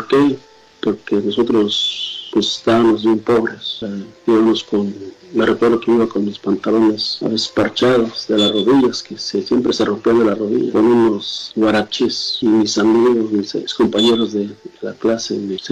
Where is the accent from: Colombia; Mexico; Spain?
Mexico; Valtierrilla, Guanajuato; now in Houston, United States; Soy originario de Valtierrilla, Guanajuato, pero estoy viviendo aquí en Houston, Texas, de la comunidad de Houston, Texas.